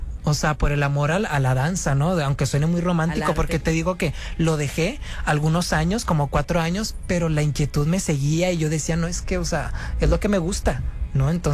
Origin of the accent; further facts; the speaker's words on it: Culiacán, Sinaloa, Mexico; moved away; also born or lived in Mexico City; me regresé a Culiacán, yo soy sinaloense